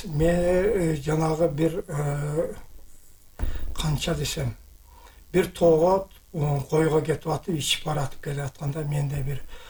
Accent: Alay, Osh Region, Kyrgyzstan; born there; Алайда туулган.

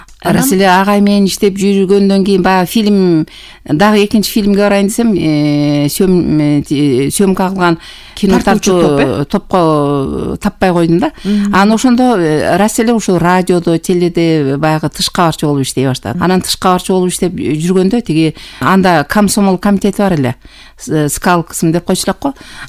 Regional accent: Kairma, Jalal-Abad Region, Kyrgyzstan; Мен Жалал Абад областынын Базар Корон районунун Акман айыл аймагында Кайрма деген айыл бар. Ошол жерде туулуп өскөм, ошол жактан.

